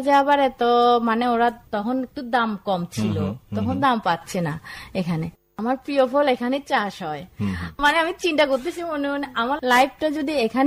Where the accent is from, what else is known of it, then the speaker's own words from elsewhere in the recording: Khagrachari, Chittagong Division, Bangladesh; now in Rangamati, Bangladesh; আমার বাড়ি কিন্তু খাগড়াছড়ি